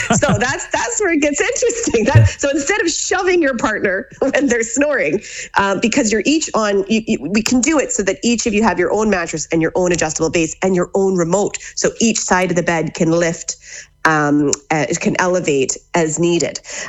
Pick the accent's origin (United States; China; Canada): Canada; moved away as an adult; now in Ballina, Ireland; I'm from Canada.